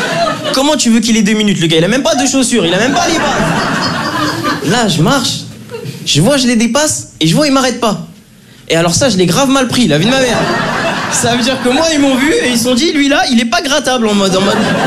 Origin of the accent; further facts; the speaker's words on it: Draguignan, Provence-Alpes-Côte d'Azur, France; now in Lyon, France; c'est que moi je viens de Draguignan. Donc partout où je suis en France, je suis content d'être là